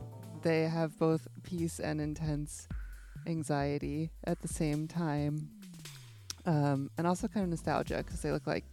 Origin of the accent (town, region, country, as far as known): Midwest, United States